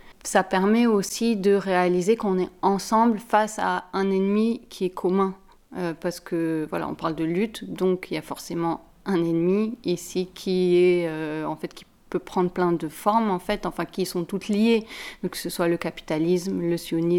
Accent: Lebanon; Je suis libanaise, mais je n'ai pas grandi ni vécu au Liban.

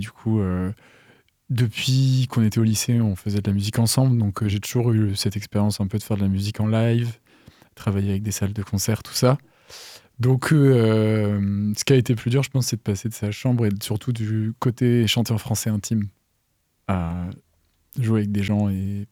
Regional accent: Vannes, Brittany, France; now in Nantes, France; Né à Vannes.

